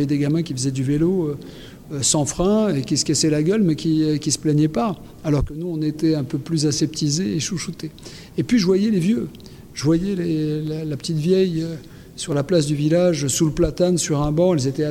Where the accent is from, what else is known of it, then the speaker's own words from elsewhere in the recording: France; born there; c'est-à-dire que je viens d'une famille grecque du centre du pays avec des parents immigrés qui ont fait que je suis né en France.